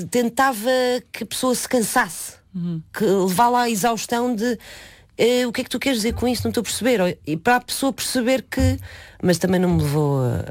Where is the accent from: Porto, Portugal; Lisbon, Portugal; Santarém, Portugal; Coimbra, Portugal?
Lisbon, Portugal; Cascais; also born or lived in Leiria; porque nasci lá e com meses de idade mudei-me para Cascais. Mudei-me não, os meus pais mudaram-se e levaram-me atrás. E passei as minhas férias escolares em Leiria até aos meus 12, 13 anos.